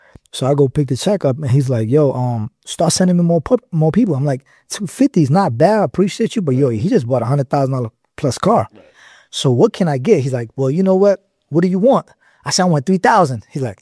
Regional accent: Jersey City, New Jersey, United States; moved away as an adult; now in Atlanta, United States; I came, I caught a little situation in Jersey. I'm from Jersey City, mainly.

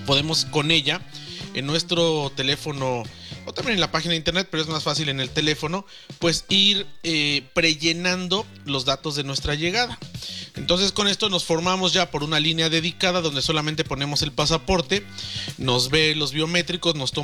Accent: Mexico; Recuerden, como mexicanos, para llegar a Canadá necesitamos tener, si volamos, una autorización electrónica llamada ETA del gobierno de Canadá.

